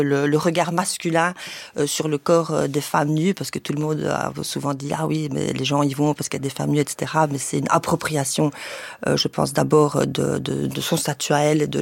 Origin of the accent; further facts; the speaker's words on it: Luxembourg; moved away as an adult; also born or lived in Brussels, Belgium; je suis née à Bruxelles, d'une mère espagnole, d'un père belge. Ensuite, j'ai grandi au Grand-Duché de Luxembourg et j'y ai vécu jusqu'à mes 18 ans. Le Grand-Duché de Luxembourg est un pays qui est très multiculturel